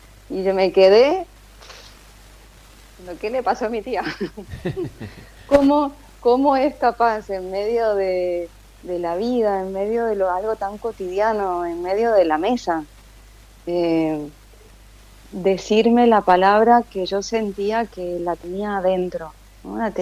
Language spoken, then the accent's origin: Spanish; Buenos Aires, Argentina; born there; also born or lived in France; Soy argentina, soy de acá de Buenos Aires, aunque de mí... viví en el campo, viví en la provincia hasta los 7 años.